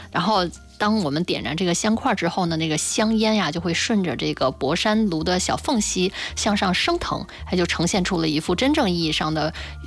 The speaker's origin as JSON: {"language": "Chinese", "country": "China", "said": "玉很是我们中国人喜欢的这种有吉祥寓意的石头，"}